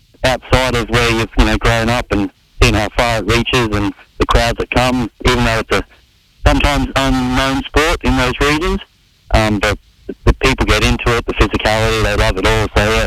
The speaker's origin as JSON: {"language": "English", "town": "Mackay", "region": "Queensland", "country": "Australia", "said": "I'm a kid from Mackay, and all of a sudden I was playing in Madrid"}